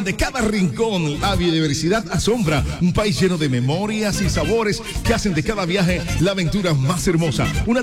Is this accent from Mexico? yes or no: no; Colombia; Yo soy de Colombia, el país de la bell